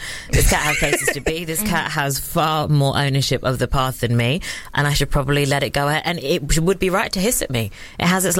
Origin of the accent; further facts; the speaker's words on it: Bath, South West England, United Kingdom; And Bath is basically my hometown.